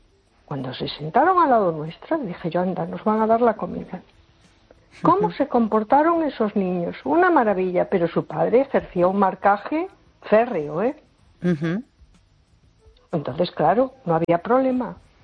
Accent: A Coruña, Galicia, Spain

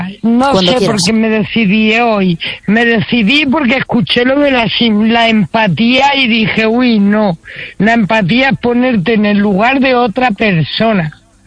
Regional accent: Community of Madrid, Spain

